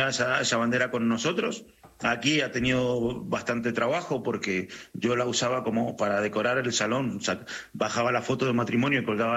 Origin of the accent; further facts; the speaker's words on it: Argentina; moved away as an adult; Los cuatro somos argentinos y nos vinimos en el año 2000, 26 años hace ya que estamos aquí.